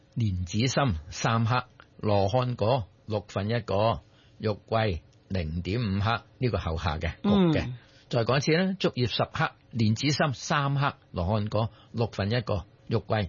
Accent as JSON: {"language": "Cantonese", "region": "Guangdong", "country": "China", "said": "我哋广东人嗰句说话话，聚火就系咁解啦。"}